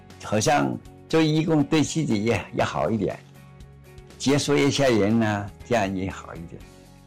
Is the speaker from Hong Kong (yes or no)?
yes; Hong Kong; now in Shenzhen, China; 我是香港人，今年93岁。